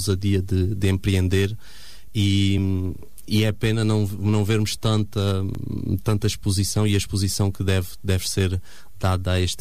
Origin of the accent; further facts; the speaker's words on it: Vidigueira, Alentejo, Portugal; numa rádio da minha terra, da Vidigueira